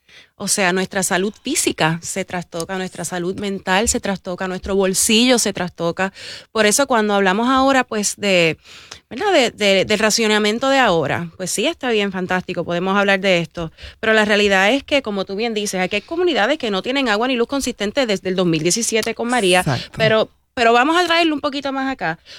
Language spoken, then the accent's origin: Spanish; Guaynabo, Puerto Rico; Yo crecí en el campo en Guaynabo